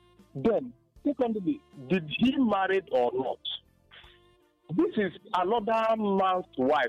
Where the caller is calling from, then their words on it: Enugu, Enugu State, Nigeria; Yeah, I'm calling from Enugu.